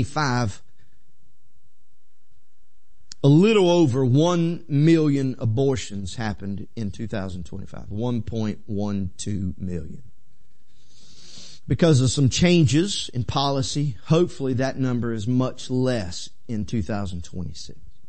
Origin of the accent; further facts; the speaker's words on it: United States; we are American.